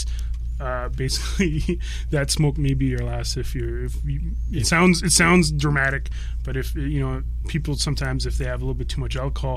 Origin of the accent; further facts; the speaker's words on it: Northwest Territories, Canada; So literally there's more people outside the door here than there is in my hometown.